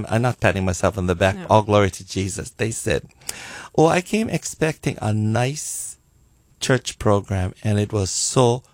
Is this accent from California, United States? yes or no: no; Hilo, Hawaii, United States; I'm from the Big Island, from Hilo side.